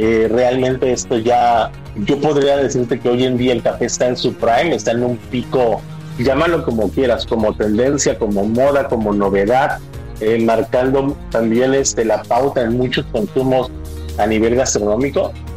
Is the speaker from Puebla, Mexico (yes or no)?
no; Veracruz, Mexico; yo soy de Veracruz y obvio, amo mi tierra.